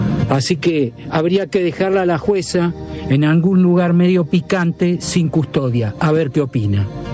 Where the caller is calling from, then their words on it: Temperley, Buenos Aires Province, Argentina; de Temperley.